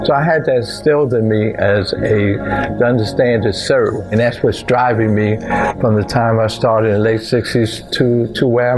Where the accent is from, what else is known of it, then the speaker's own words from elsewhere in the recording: Philadelphia, Pennsylvania, United States; I was born in Philadelphia in 1946. I grew up in a neighborhood on a block where every house there was a father and mother that lived in that house.